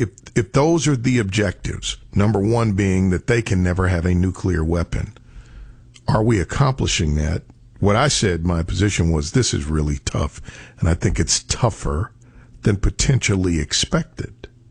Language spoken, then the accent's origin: English; United States; I'm an American citizen. I'm a taxpayer.